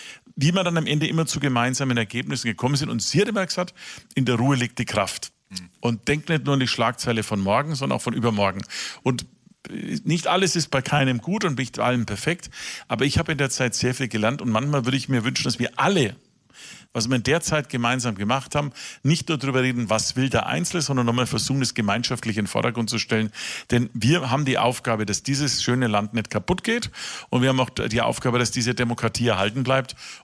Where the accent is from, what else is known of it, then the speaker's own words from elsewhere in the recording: Germany; Ich bin eben am Hospital der amerikanischen Streitkräfte aufgewachsen.